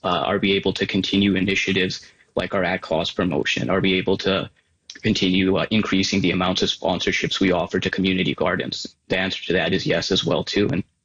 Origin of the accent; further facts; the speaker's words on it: Canada; as a Canadian myself, which, you know, there is a little bit of hard feelings involved